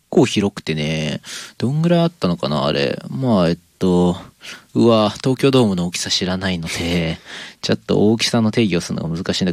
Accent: Nagano, Japan; now in Ishikawa, Japan; 僕の地元、僕長野なんですけど

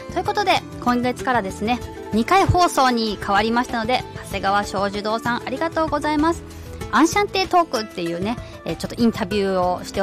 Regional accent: Joyo, Kyoto, Japan; 私の地元京都府常陽市にあります文化パルク常陽のプラネタリウムの中

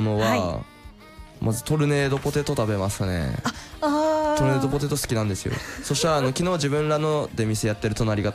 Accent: Aomori, Japan; やっぱりその青森で見るねぷたが一番最強だなっていうのが 思ったんで

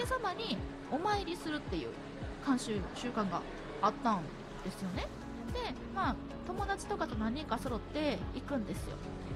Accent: Nagasaki, Japan; 私のね地元長崎県のまあ大秘境にあるんですけれども、

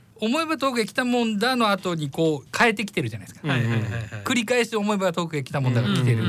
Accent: Osaka, Japan; now in Tokyo, Japan; 僕が生まれ育った家が、まあ、そこから実家が場所変わったっていうことが去年ありまして、だからね、なんか、あのもうそのあそこの場所にもう行くことはないんですよ、僕はもう何かがないと。だから、まあ、大阪に帰ってもまた違うところなんですけど

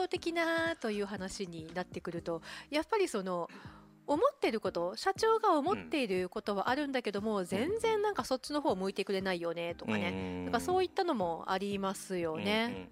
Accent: Kochi, Japan; born there; moved away as an adult; now in Okinawa, Japan; 私は高知県の生まれで、うん、今沖縄に住んで、20年目、うんうん、24歳の時に沖縄に来たんで

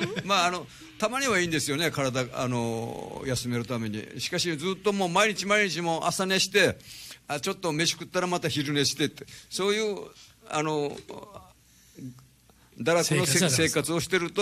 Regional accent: Okinawa, Japan; うちのあの沖縄の言葉にもそういうことわざがありますよ、

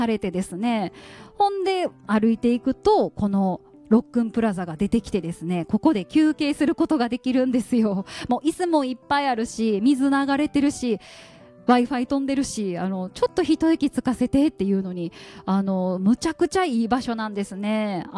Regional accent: Osaka, Japan; 私は大阪出身なので、

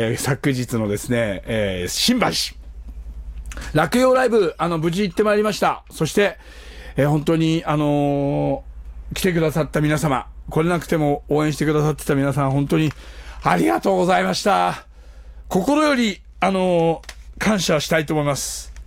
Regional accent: Hokkaido, Japan; この地元北海道の札幌や、また栗山やね

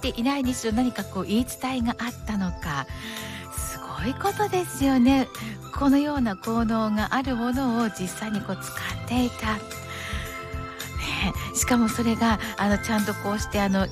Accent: Yamagata, Japan; moved away; 私山形出身なので

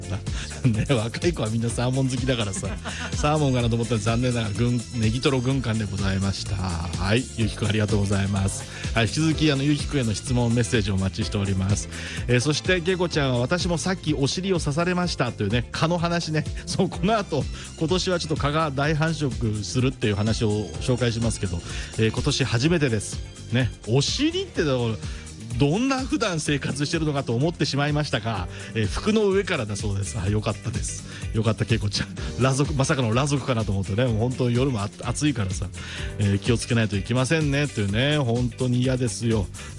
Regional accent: Tochigi, Japan; now in Mito, Japan; 茨城で生まれ育ちましたからやっぱね私は栃木海なし県と違って、

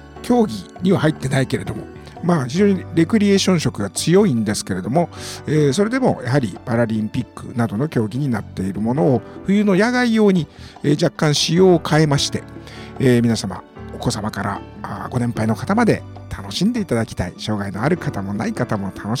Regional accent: Assabu, Hokkaido, Japan; 私のふるさとアッサム町も大変このクロスカントリースキーが盛んでございまして

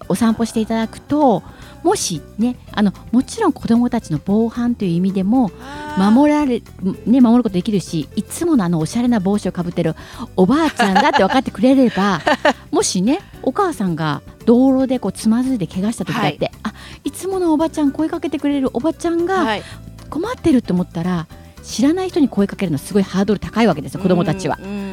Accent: Fukuoka, Japan; moved away; 私も出身が福岡で

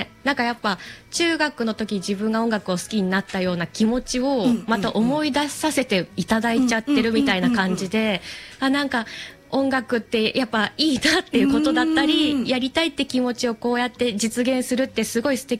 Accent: Yamanashi, Japan; 私地元山梨ですけど、

